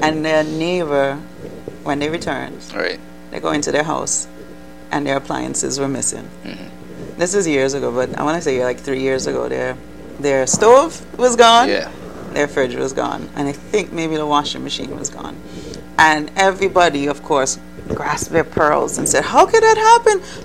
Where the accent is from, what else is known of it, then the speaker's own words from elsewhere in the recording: Coolidge, Saint George, Antigua & Barbuda; now in McKinnon's, Antigua; my entire childhood, my life, everything was built in the north. You know, I grew up in Coolidge. I spent most of my summers in McKinnon's. I live in McKinnon's. I have family in Yorks. I have family in Hodges Bay, Blue Water, all of that.